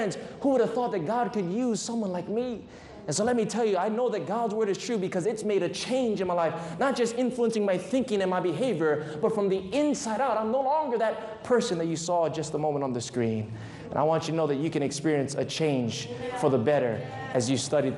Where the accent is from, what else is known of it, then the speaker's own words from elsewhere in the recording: Waianae, Hawaii, United States; growing up in Waianae on the island of Oahu, I got involved in drugs.